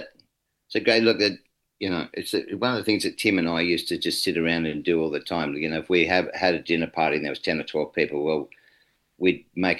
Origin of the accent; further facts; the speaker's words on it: New South Wales, Australia; Well, I grew up in Western New South Wales